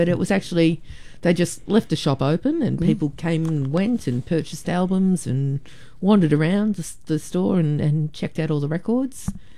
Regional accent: Geelong, Victoria, Australia; in my hometown

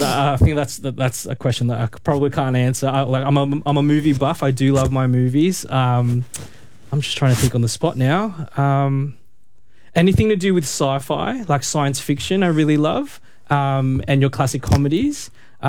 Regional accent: Melbourne, Victoria, Australia; I grew up in the West Side.

